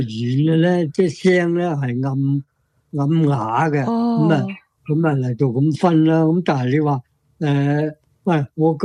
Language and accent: Cantonese; China; 其实玉石咧就我哋中国人咧系好喜爱嘅